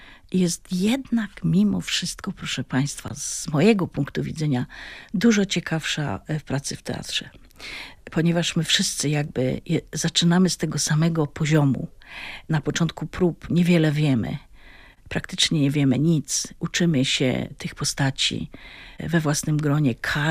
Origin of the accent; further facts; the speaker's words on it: Silesian Voivodeship, Poland; accent: Silesian; first language Silesian; Polish is a second language; my Ślązacy. Czasami mam wrażenie, że być Ślązaczką było dla mnie bardzo trudne, ale wydaje mi się, że stało się to moją siłą.